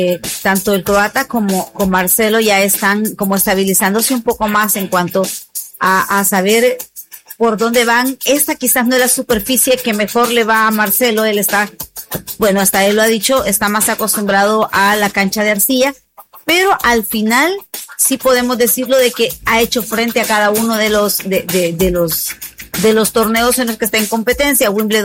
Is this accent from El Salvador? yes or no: yes; El Salvador; es relevante para nosotros como salvadoreños.